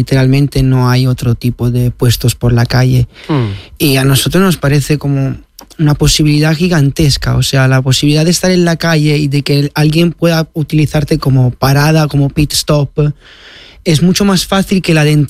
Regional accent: Italy; now in Barcelona, Spain; No, tal como suena … soy de italiano, de Italia, y él es Edward.

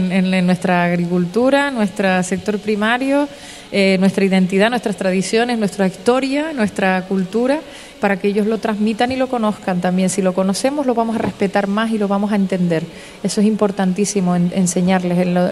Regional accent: Canary Islands, Spain; born there; aunque no sean de mi pueblo de nacimiento, que es el Valle, porque también vivo las de Arona con mucho cariño

